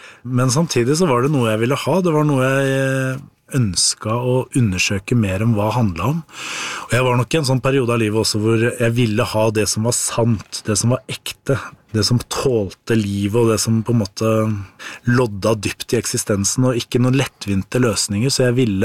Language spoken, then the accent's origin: Norwegian; Nesodden, Akershus, Norway; born there; now in Oslo, Norway; det at jeg ikke var døpt, det gjorde at jeg tok kontakt med presten hjemme på Nesodden.